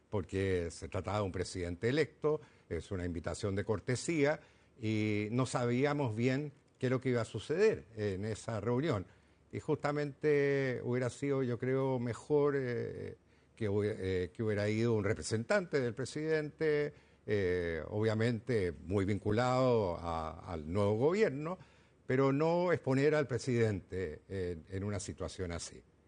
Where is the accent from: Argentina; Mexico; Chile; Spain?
Chile